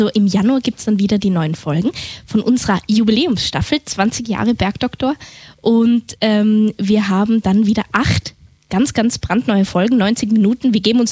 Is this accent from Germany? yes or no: no; Tyrol, Austria; diese Menschen kennenzulernen, die auch so viel mit meiner Heimat Tirol verbinden